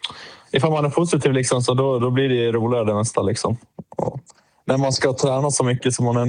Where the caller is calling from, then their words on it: Oxberg, Dalarna County, Sweden; Just nu är jag hemma i Oxberg.